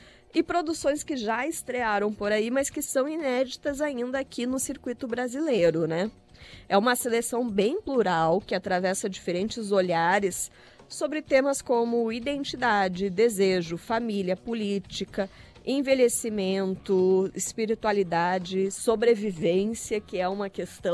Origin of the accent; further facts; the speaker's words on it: Porto Alegre, Rio Grande do Sul, Brazil; born there; nasci em Porto Alegre, uma cidade sem, sim, praia, né?